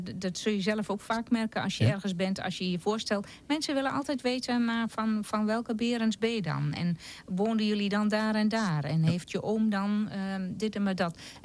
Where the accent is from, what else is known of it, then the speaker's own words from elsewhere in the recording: Gelderland, Netherlands; En dan zeggen wij wel, hier spreken wij een dialect.